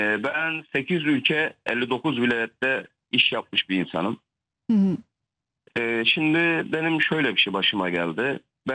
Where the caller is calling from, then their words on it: Adana, Turkey; Adana'dan katılıyorum.